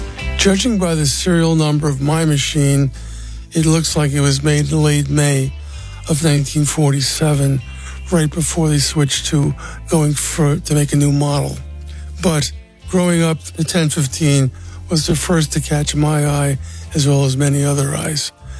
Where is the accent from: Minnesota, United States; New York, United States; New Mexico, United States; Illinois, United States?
New York, United States; Bronx; Well, I grew up in the Northeast Bronx, New York, and lived in an apartment house.